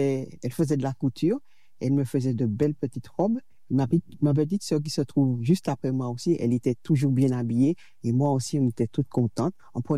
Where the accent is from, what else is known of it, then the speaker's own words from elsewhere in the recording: Ajoupa-Bouillon, Martinique; Alors, je viens de la commune d'Ajoupa-Bouillon, au nord.